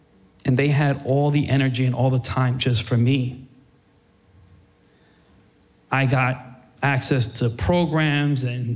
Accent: Plainfield, New Jersey, United States; born there; I was born in 1974 in Plainfield, New Jersey.

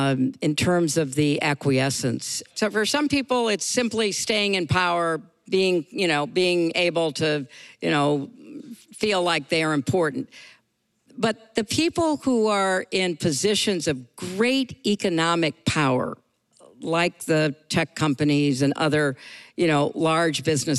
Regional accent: New York, United States; But I'm not a Mainer. I'm a New Yorker.

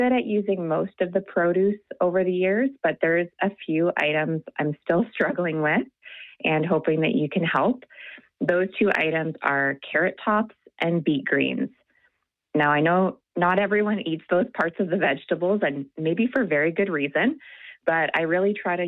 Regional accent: Kitchener, Ontario, Canada; Hi there. … I'm from Kitchener, Ontario, Canada.

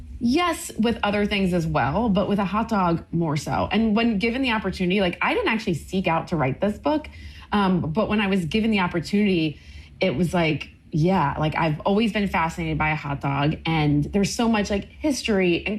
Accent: Maryland, United States; born or raised there

